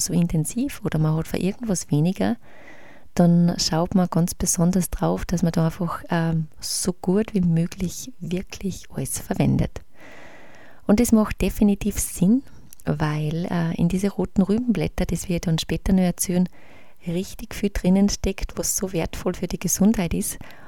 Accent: Austria; moved away; Ich habe den sonst, wie ich es gewohnt bin, aus Österreich einfach im Frühling gesetzt

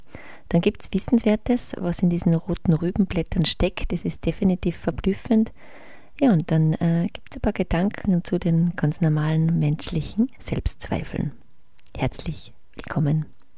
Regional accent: Austria; moved away; Ich habe den sonst, wie ich es gewohnt bin, aus Österreich einfach im Frühling gesetzt

